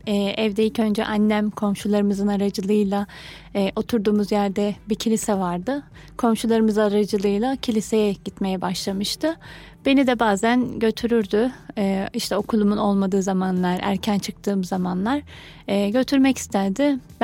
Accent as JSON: {"language": "Turkish", "region": "Kahramanmaraş", "country": "Turkey", "said": "29 yaşındayım. Evliyim, Kahramanmaraşlıyım."}